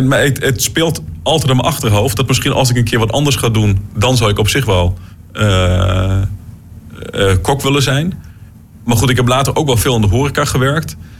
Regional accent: East Germany, Germany; Toen ik klein was nog in Oost-Duitsland.

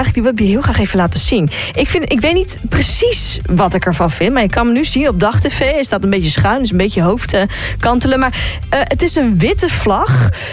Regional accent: Tolbert, Groningen, Netherlands; Ik kom uit Tolbert, ik mag dat zeggen, vind ik.

